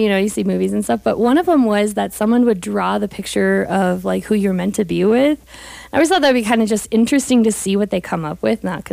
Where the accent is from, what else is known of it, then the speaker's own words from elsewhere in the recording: Kremmling, Colorado, United States; I grew up in Kremling and graduated from West Grand